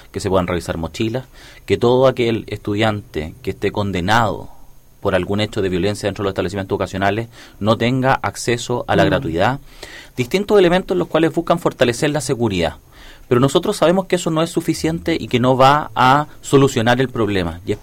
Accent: Yungay, Ñuble, Chile; en la comuna de Yungay, que es mi comuna. Yo soy de Yungay

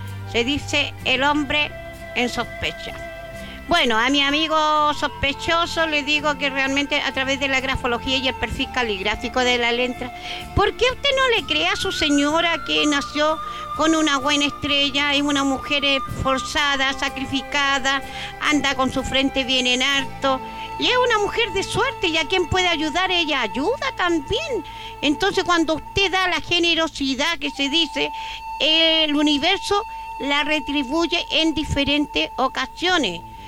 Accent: Chile; ando en la micro de Don Armando, la mitad a pie, y la otra andando como buena chilena. Sí, pues, así somos.

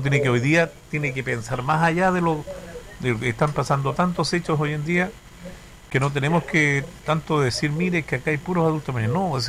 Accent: Chile

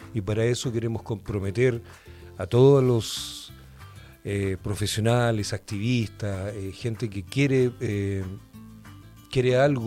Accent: San Carlos, Ñuble, Chile; born there; Yo nací en San Carlos. ¿Dónde soy? San Carlino, de tomo y lomo.

